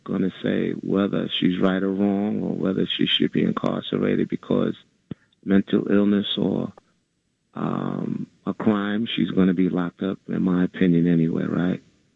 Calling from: New York City, New York, United States; I'm calling from Brooklyn.

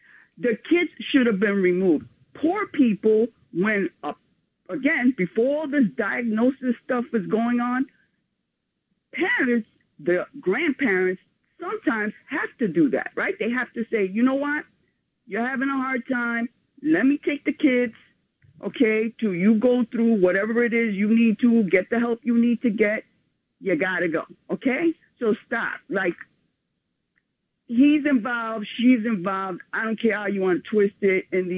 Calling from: New York, United States; from Central Harlem.

